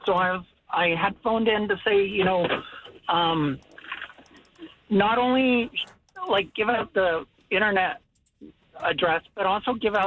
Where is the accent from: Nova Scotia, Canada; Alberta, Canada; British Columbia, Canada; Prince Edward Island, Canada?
British Columbia, Canada; Salmon Arm; I grew up here in Salmon Arm, and I remember the 1998 fire vividly.